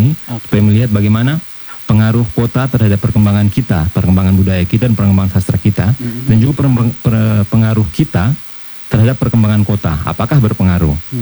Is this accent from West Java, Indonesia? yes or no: no; East Nusa Tenggara, Indonesia; Jadi ada Sabu, ada Rote, ada saya orang Belu, ada orang suku Dawan dan sebagainya